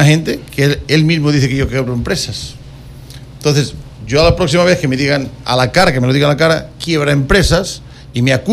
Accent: Quevedo, Los Ríos, Ecuador; Spanish is a second language; A ver, claro, son 18 años y lo que pasa es que hay muchas veces que yo pienso que el castellano no es mi primer idioma.

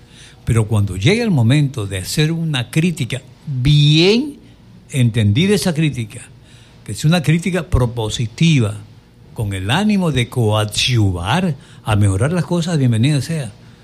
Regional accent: Ecuador

